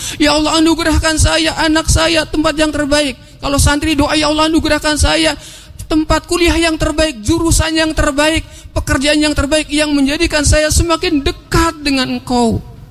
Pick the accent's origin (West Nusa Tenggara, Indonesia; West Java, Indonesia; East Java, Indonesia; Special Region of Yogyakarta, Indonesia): West Java, Indonesia; Indramayu; Walaupun saya orang Indramayu, dapat beasiswa orang Bandung gitu ya, alhamdulillah.